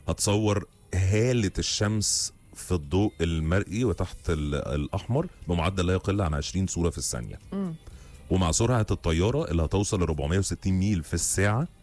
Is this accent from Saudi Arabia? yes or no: no; Egypt; عندنا في مصر